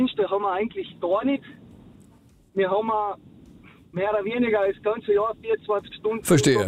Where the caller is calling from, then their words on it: Rangersdorf, Carinthia, Austria; Ich bin aus Rangersdorf.